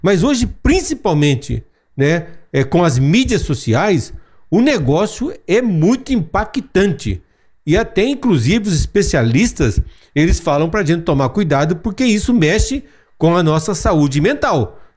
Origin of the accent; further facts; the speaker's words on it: Brazil; nós somos brasileiros e gostamos muito de futebol